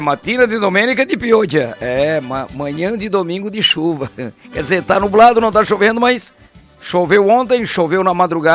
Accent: Turvo, Santa Catarina, Brazil; born there; Portuguese is a second language; Eu também nasci numa colônia italiana, até os 6 anos de idade eu praticamente não falava português. Comecei a falar português quando vim aqui para o centro da cidade do Turvo.

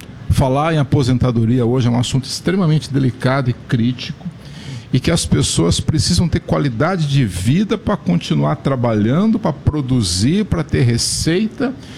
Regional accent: Curitiba, Paraná, Brazil; Eu sou de Curitiba, né?

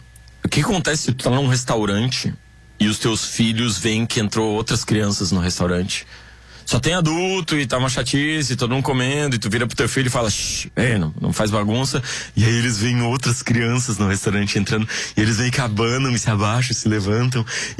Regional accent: Porto Alegre, Rio Grande do Sul, Brazil; now in Curitiba, Brazil; eu me lembro, eu saí de Porto Alegre aqui com medo de ser assaltado.

